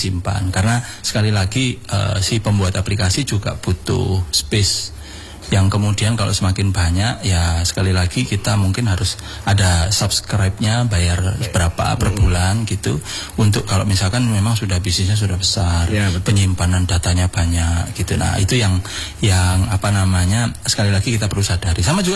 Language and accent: Indonesian; Malang, East Java, Indonesia; now in Tarakan, Indonesia; saya orang Malang.